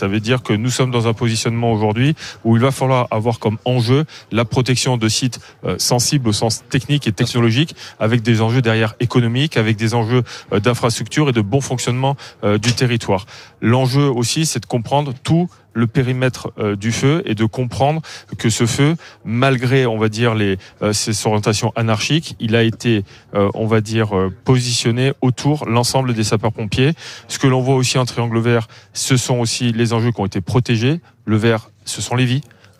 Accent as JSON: {"language": "French", "region": "Provence-Alpes-Côte d'Azur", "country": "France", "said": "même si je viens des Alpes-Maritimes"}